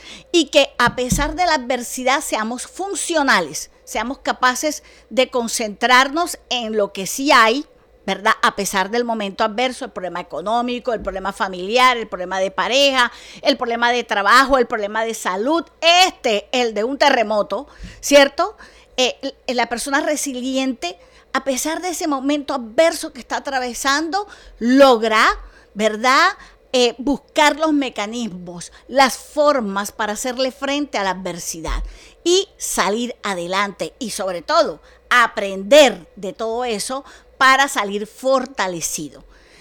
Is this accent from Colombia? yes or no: yes; Colombia; los colombianos somos resilientes, somos capaces de volver a reinventarnos